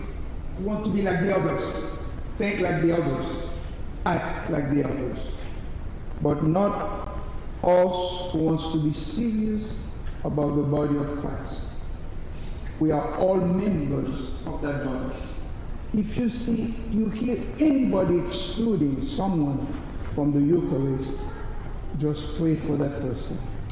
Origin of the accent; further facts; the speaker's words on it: New York, United States; He's from New York and I was raised in New York.